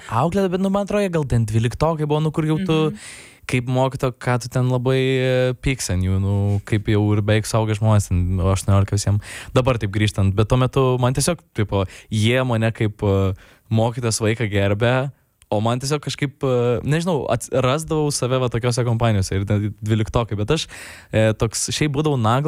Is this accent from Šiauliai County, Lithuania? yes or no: no; Kaunas, Kaunas County, Lithuania; Užaugau Kaune, Dainavos rajone.